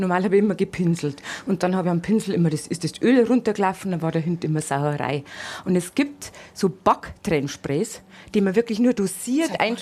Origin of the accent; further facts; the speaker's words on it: Bavaria, Germany; Apfel muss bei uns in Bayern doch immer dazu gehen.